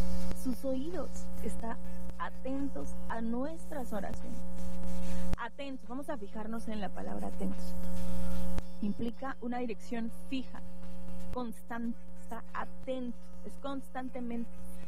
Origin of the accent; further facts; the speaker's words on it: Monterrey, Nuevo León, Mexico; Yo soy regia